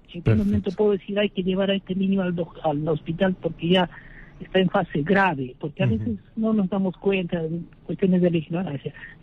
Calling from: Chiclayo, Lambayeque, Peru; Estoy llamando de Chiclayo, de la región Lambayeque.

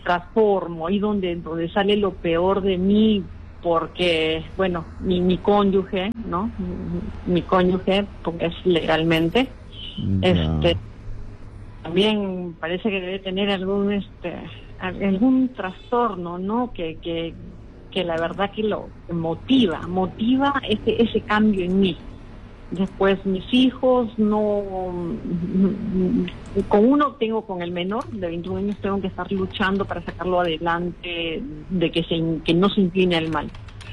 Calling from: Lima, Peru; llamo de Jesús María.

